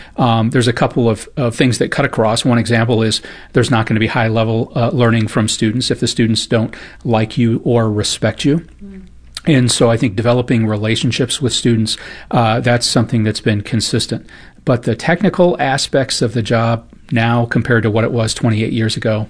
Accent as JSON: {"language": "English", "region": "Illinois", "country": "United States", "moved": "as an adult", "lives_now": "St. Louis, United States", "said": "I'm not from the St. Louis area. Originally, I'm from just outside Chicago"}